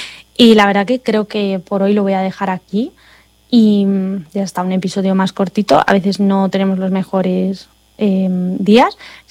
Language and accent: Spanish; Spain; moved away as an adult; now in United States; yo vengo de España donde hay seguro médico